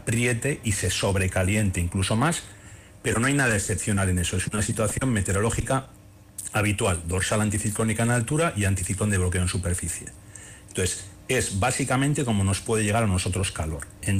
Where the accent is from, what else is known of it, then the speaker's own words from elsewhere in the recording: Basque Country, Spain; Cuando digo nos, me refiero como habitante de la península ibérica, ¿de acuerdo? Sí, no como vasco.